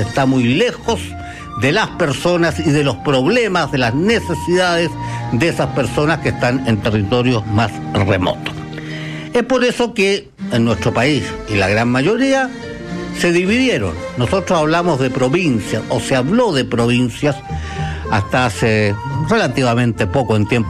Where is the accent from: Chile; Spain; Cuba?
Chile